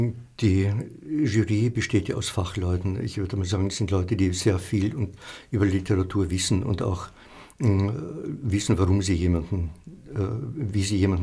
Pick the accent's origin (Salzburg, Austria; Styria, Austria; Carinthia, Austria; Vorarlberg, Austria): Salzburg, Austria; now in Vienna, Austria; Wie ich nach Wien gekommen bin, aus Salzburg, wollte ich keinen See und keine Natur und keine Berge.